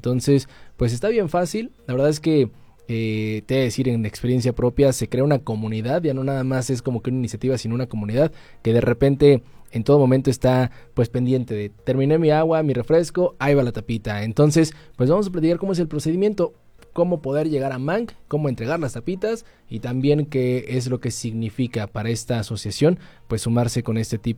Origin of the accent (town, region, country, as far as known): Mexico